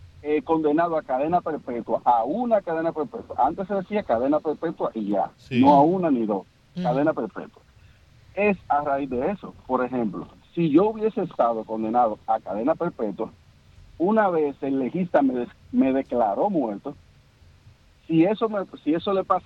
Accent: Bonao, Monseñor Nouel, Dominican Republic; Yo soy de Bonao, y eso fue en San Isidro, Bonao.

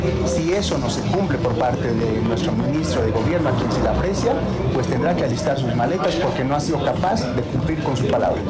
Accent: Bolivia; Entonces nosotros como bolivianos y como legislativos respaldamos radicalmente esta posición.

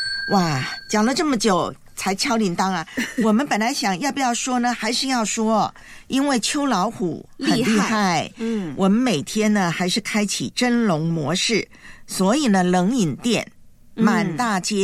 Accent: Taiwan; moved away; 因为如果在我的老家台湾

